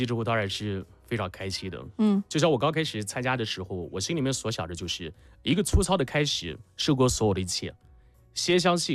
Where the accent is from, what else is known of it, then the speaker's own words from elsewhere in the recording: Shaanxi, China; born there; also born or lived in Beijing; 同时我们生在陕北